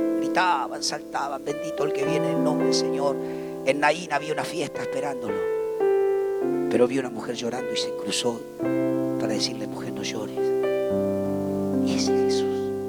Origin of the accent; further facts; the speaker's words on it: Argentina; born there; Y nací yo. Podía haber nacido en Europa, pero Dios permitió que nazca en esta tierra. Y yo le dije, Señor, esta es mi tierra. Salva Argentina